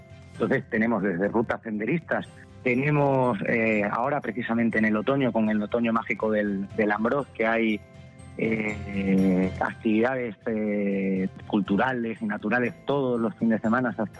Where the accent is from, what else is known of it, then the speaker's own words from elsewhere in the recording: Cáceres, Extremadura, Spain; moved away as an adult; also born or lived in Madrid; soy el director general de turismo de la Junta de Extremadura y bueno, soy cacereño.